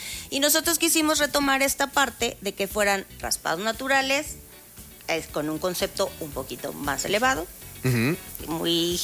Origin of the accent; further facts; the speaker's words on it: Guadalajara, Jalisco, Mexico; now in Morelia, Mexico; Yo soy de Guadalajara